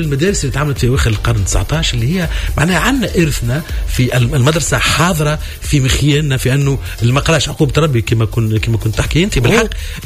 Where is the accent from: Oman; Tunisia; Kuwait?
Tunisia; المدارس عندنا في تونس